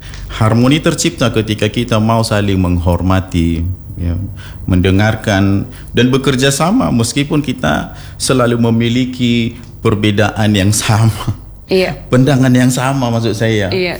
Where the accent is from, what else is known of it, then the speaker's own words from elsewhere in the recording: Aceh, Indonesia; tengah-tengah kota kita, daerah kita Aceh Barat, sangat luar biasa